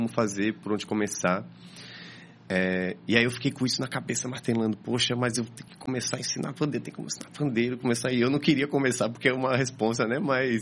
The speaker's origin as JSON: {"language": "Portuguese", "town": "Rio Grande", "region": "Rio Grande do Sul", "country": "Brazil", "moved": "as an adult", "lives_now": "Recife, Brazil", "said": "Eu sou do litoral sul do Rio Grande do Sul, numa cidade chamada Rio Grande."}